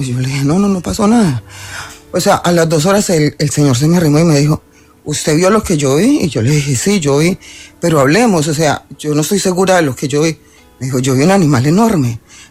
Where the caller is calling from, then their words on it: Cartago, Valle del Cauca, Colombia; yo soy de Cartago Valle.